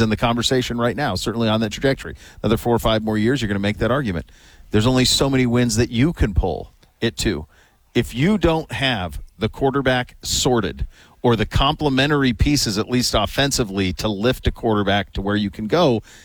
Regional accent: Montana, United States; born there; moved away

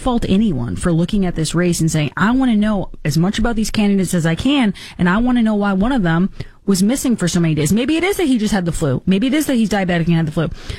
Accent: United States

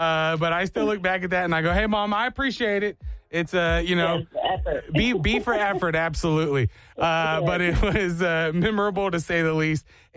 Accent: Dallas, Texas, United States; I grew up in Dallas, Texas

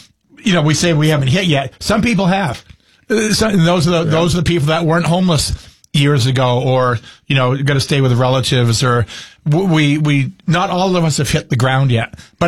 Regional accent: Keene, New Hampshire, United States; And I look at it as I was born and raised in Keene.

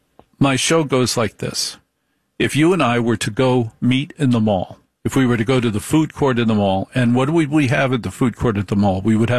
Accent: New Jersey, United States; It's impossible to insult me because I'm a professional talk show host and I'm from New Jersey.

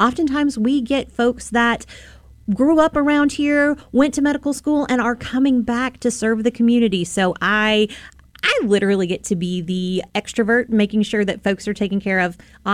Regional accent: Marshall, North Carolina, United States; I'm actually a native of the area. I grew up in Marshall, graduated from the high school there

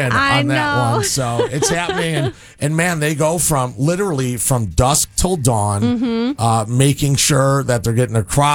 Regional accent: Addison, Illinois, United States; moved away; It's the mailboxes where I grew up in Addison.

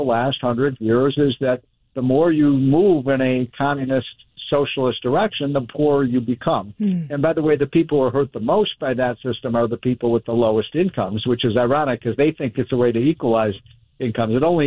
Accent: Chicago, Illinois, United States; Chicago, my hometown.

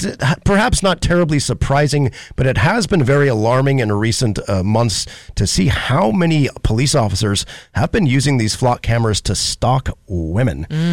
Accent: United States; as an American

